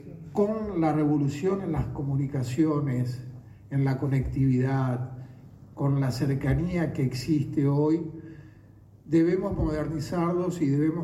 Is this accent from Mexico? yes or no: no; Santa Fe, Argentina; Lo digo como santafesino y no como porteño, que no lo soy.